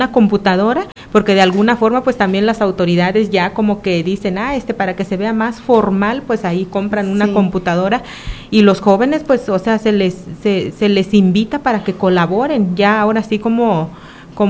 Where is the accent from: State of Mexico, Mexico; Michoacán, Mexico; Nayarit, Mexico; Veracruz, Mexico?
Nayarit, Mexico; Mesa del Nayar; nuestra comunidad, que es Mesa del Nayar